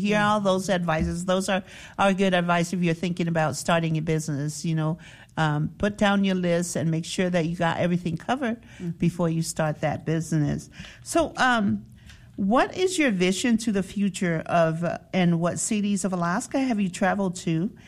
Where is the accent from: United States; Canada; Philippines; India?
Philippines; say that we are Filipino or we are Pacific mm-hmm. Islander